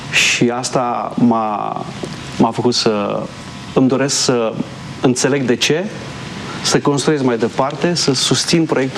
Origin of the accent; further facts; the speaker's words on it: Baia Mare, Maramureș County, Romania; moved away as an adult; also born or lived in Sălaj; now in Bucharest, Romania; M-am născut în Sălaj, am copilărit în Maramureș și în Baia Mare și la 18 ani m-am mutat în București.